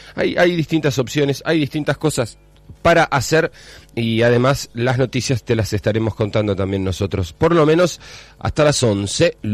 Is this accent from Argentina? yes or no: yes; Argentina; Cómo nos representamos después como argentinos